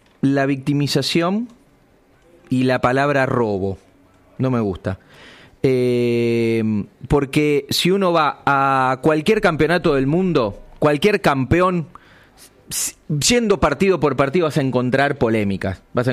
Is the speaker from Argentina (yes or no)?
yes; Buenos Aires, Argentina; ¿Y te puedo contestar como porteño que soy?